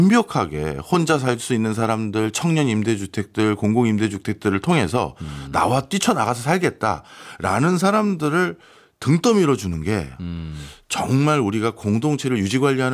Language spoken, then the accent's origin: Korean; Seoul, South Korea; 저는 집도 서울이라서 굳이 나가서 따로 살 이유가 없잖아요.